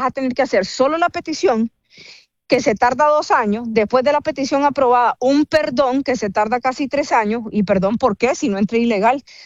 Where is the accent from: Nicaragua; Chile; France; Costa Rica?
Nicaragua; moved away as an adult; voy todo el tiempo a Nicaragua y mis papás, mis hermanos, todos viven allá y yo me crié allá. Incluso yo soy abogada, tengo 43 años y a los 23 me vine de Nicaragua y me quedé aquí